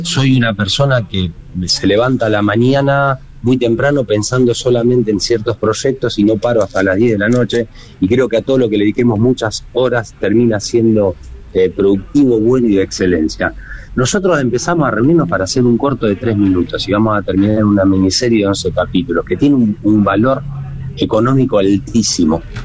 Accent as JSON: {"language": "Spanish", "area": "interior of Santa Fe province", "region": "Santa Fe", "country": "Argentina", "said": "siendo santafesinos del interior de la provincia"}